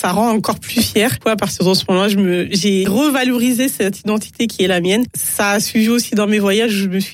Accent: France; born there; C'est d'où je viens, c'est mon identité, ça fait partie de qui je suis. Je suis née en France, on nous a aussi appris la culture congolaise et africaine

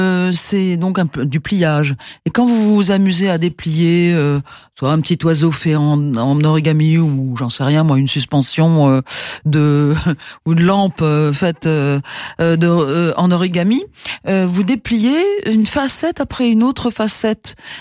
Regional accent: Algiers, Algiers Province, Algeria; born there; moved away; also born or lived in Casablanca, Morocco; je suis d'Afrique du Nord, je suis née à Alger, j'ai vécu à Casablanca

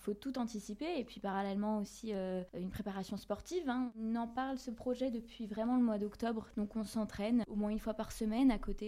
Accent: France; born there; Je suis née en France, mais c'est vrai que la Moldavie, j'y vais tous les étés, en fait, depuis que je suis petite.

